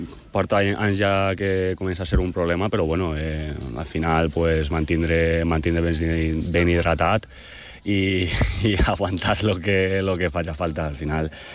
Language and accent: Catalan; Alcoy, Valencian Community, Spain; jo al final sóc del Coll